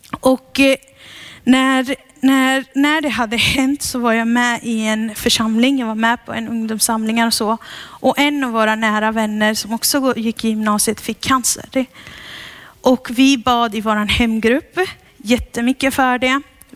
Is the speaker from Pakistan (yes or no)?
yes; Pakistan; also born or lived in Sri Lanka; När jag växte upp, jag är uppvuxen i Pakistan och jag är uppvuxen i Sri Lanka och jag är uppvuxen på kampanjer.